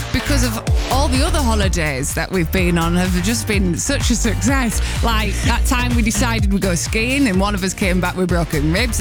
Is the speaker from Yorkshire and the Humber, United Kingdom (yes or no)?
yes; Yorkshire and the Humber, United Kingdom; As you can hear, we are from Yorkshire